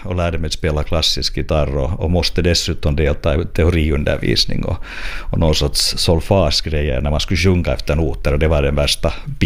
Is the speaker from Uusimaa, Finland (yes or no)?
yes; Espoo, Uusimaa, Finland; also born or lived in Helsinki; jag är född i Helsingfors och sen 5-åring har jag bott i Esbo i Matby, som då var ett väldigt nytt höghusområde som det där blev vårt hem och gick i skola sen där.